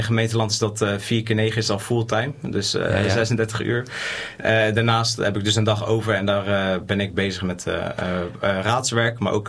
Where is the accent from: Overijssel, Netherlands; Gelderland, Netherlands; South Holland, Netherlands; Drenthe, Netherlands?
South Holland, Netherlands; Gouda; also born or lived in Rotterdam; Ik ben officieel geboren in Rotterdam. Ik woon hier wel heel mijn leven. Ik heb op de basisschool gezeten in de Triangel. Daarna ben ik naar de Goudse Waarden gegaan, ook in Gouda.